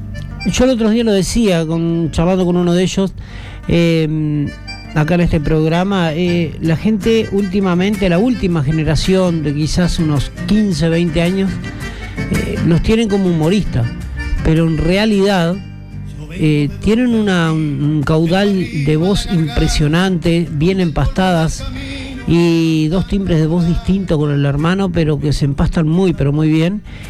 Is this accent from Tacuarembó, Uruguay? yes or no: yes; Tacuarembó, Uruguay